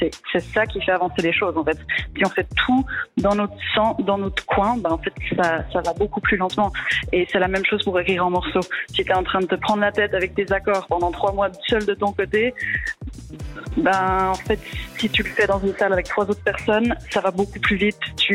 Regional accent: La Chaux-de-Fonds, Neuchâtel, Switzerland; Bah, moi je viens de la Chaux-de-Fonds, donc je pense à Hummus Records

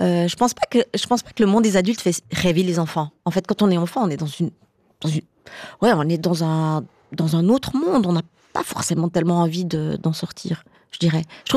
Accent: Fribourg, Switzerland; je veux vraiment dire que je suis tout à fait fribourgeoise. Ma maman est fribourgeoise et j'ai grandi à Fribourg.

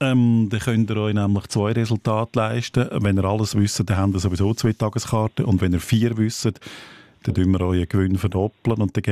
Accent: Aargau, Switzerland; habe ich heute aus meinem eigenen Dialekt entlehnt, wenn es noch immer stark durchabgeht, eine Strasse zum Beispiel oder ein Weg, ein Wanderweg, dann sagt man im Aargau auch Abheldung.

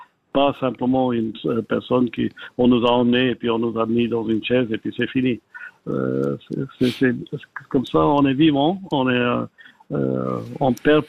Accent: Geneva, Switzerland; Moi, j'ai grandi dans Genève, je connais la ville comme n'importe quoi.

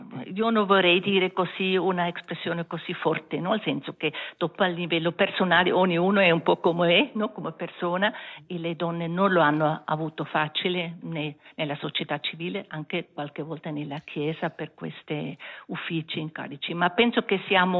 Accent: German-speaking Switzerland, Switzerland; sono svizzera tedesca

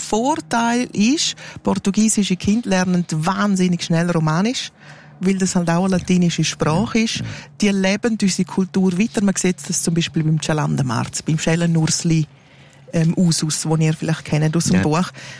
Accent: Graubünden, Switzerland; Ja, wir sind Bündner, ja.

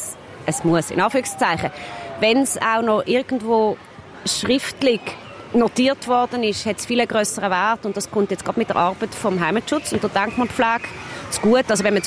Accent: Basel, Basel-Stadt, Switzerland; Ich bin in Basel aufgewachsen, am Rhein.

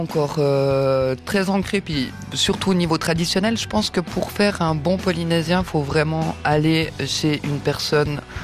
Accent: Fribourg, Switzerland; moved away as an adult; now in Vaud, Switzerland; je viens de la Gruyère.

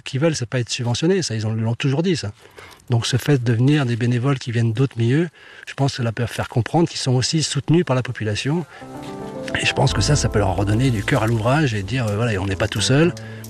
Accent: Nyons, Auvergne-Rhône-Alpes, France; De Nyons, dans la Drôme.

